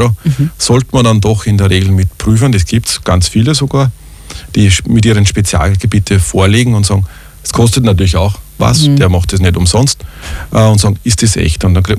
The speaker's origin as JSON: {"language": "German", "town": "Siegharting", "region": "Upper Austria", "country": "Austria", "tie": "born or raised there", "said": "es ist ein Brief mit einem Poststempel aus Siegharting, das ist meine Heimatgemeinde aus dem Innviertel."}